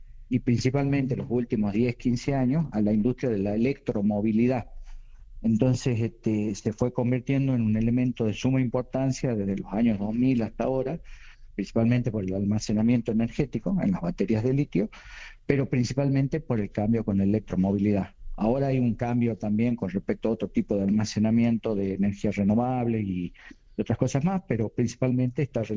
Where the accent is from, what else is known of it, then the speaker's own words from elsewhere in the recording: Salta, Argentina; Yo soy salteño